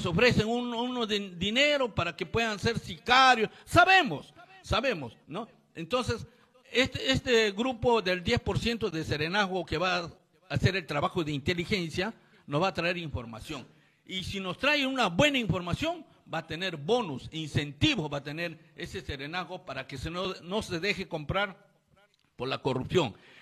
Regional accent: Peru; todos los peruanos

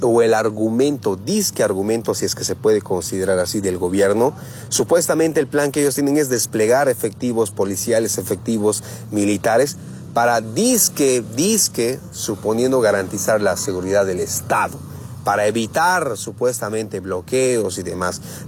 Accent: Bolivia; nosotros como bolivianos

